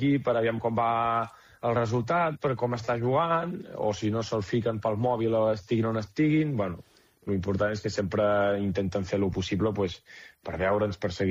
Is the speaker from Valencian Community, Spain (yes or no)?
no; Vic, Catalonia, Spain; jo soc de Vic, què vols, fill meu?